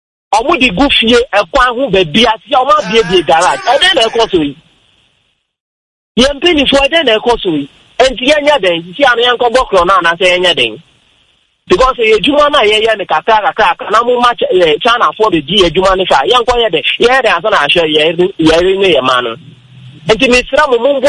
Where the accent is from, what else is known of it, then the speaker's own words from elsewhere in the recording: Tema, Greater Accra, Ghana; from Afenia, Tema.